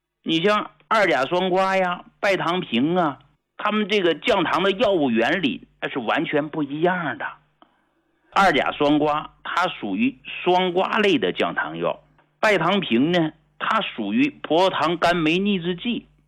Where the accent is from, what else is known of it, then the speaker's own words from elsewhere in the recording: Hegang, Heilongjiang, China; 我到啥时候我都知道我是从农村走出来的，我是从黑龙江鹤岗工农区走出来的。